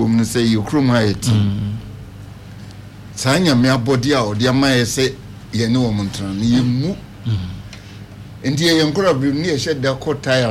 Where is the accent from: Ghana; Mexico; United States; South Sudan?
South Sudan; and I'm from South Sudan.